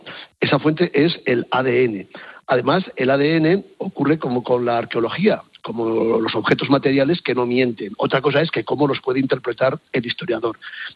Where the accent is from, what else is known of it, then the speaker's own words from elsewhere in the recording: Spain; ya tenemos una secuencia y sabemos quiénes somos los españoles. Sabemos de dónde venimos.